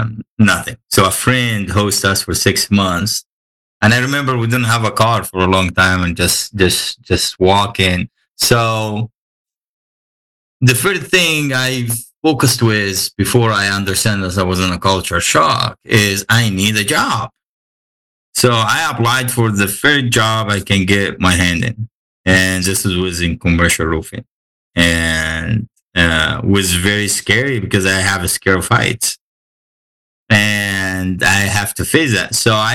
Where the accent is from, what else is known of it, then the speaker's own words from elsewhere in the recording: Egypt; English is a second language; now in Kansas City, United States; Like I grew up in Egypt, and we have Egyptian Muslims and Egyptian Christians, and this is the only people you get. And when I came here, I can see Americans